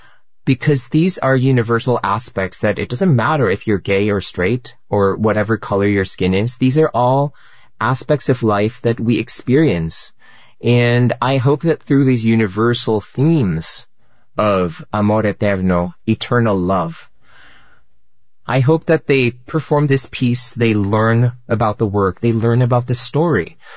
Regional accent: Philippines; moved away as an adult; now in United States; as a young gay man growing up in the Philippines

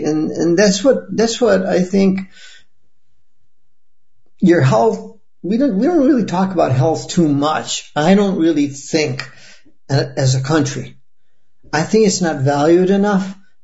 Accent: Newington, Connecticut, United States; moved away as an adult; now in Boston, United States; later started up after we all moved to Boston and everything. We're from Newington, Connecticut.

